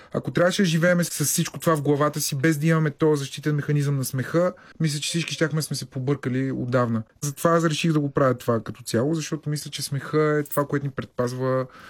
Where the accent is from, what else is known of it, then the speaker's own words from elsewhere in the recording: Dimitrovgrad, Haskovo Province, Bulgaria; now in Sofia, Bulgaria; аз съм от Димитровград